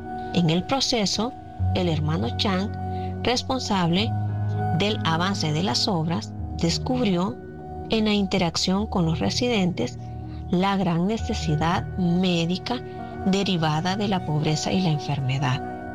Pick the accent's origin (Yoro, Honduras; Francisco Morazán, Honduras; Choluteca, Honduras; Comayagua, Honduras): Choluteca, Honduras; Tenemos que regresar al año 2011, cuando mi tierra natal, Choluteca, sufría una gran inundación.